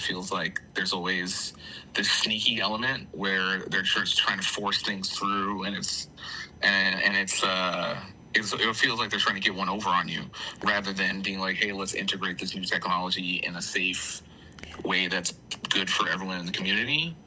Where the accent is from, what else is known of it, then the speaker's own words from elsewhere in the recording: Edmonton, Alberta, Canada; also born or lived in Toronto / Montreal; now in Hamilton, Canada; I've lived all over Canada. I grew up in Edmonton. I lived in Toronto for 7 years. I lived in Montreal.